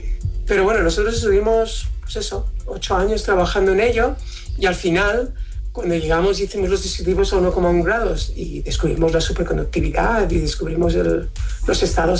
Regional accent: Valencian Community, Spain; como buen valenciano nos tenemos que corregir y puntualizar mucho

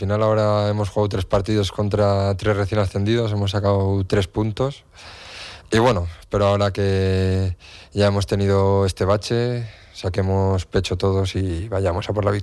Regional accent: San Sebastián, Basque Country, Spain; now in Almería, Spain; yo soy un hombre de costa, vengo de San Sebastián, de una ciudad preciosa y espectacular

